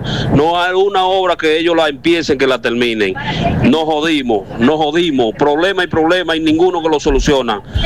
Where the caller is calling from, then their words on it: Dominican Republic; El Mello, Bávaro, Punta Cana. Ya usted sabe, el dominicano, los dominicanos estamos jodidos.